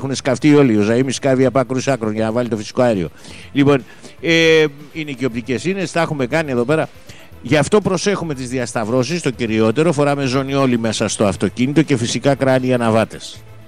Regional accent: Western Greece, Greece; καλημέρα απέναντι στην πατρίδα μου, Μεσολόγγι και Αγρίνιο, στην Ετωλοακαρνανία γενικώς.

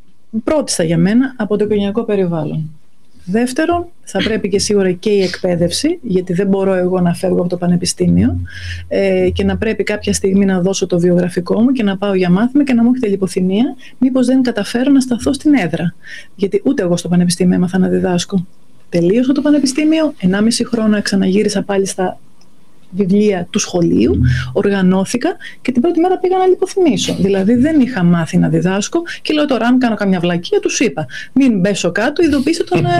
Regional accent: Greece; ως Έλληνες

